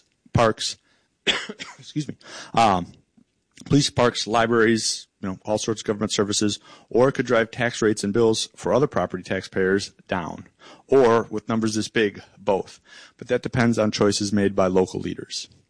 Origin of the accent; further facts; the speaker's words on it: Beaver Dam, Wisconsin, United States; In fact, I grew up in Beaver Dam. I can almost guarantee you that the leaders of Beaver Dam would not make that choice.